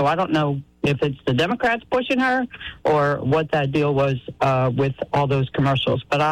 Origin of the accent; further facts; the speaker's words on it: New Jersey, United States; now in Latta, United States; I grew up in New Jersey